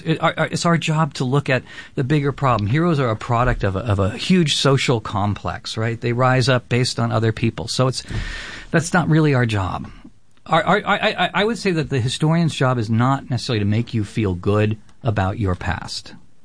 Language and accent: English; California, United States; because I grew up in California with Father Sarah, Jim Procera, and he was now been canonized.